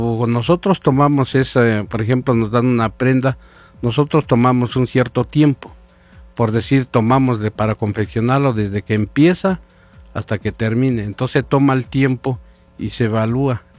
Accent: Chicavasco, Hidalgo, Mexico; vengo de la comunidad de Chicabasco.

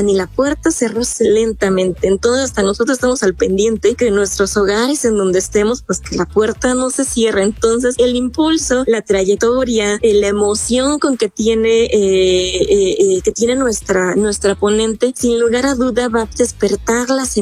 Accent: Mexico; Entonces yo creo que todos estos elementos conforman nuestra identidad como mexicanos, sentimos nuestro orgullo de serlo

